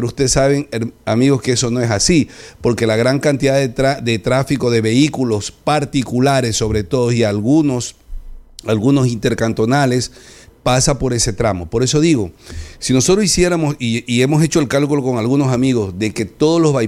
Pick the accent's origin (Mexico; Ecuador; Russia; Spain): Ecuador; Manabí; nosotros los manabas